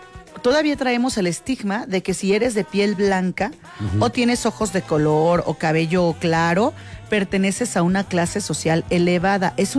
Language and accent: Spanish; Mexico; Somos mexicanos y entre nosotros mismos como mexicanos, nos discriminamos.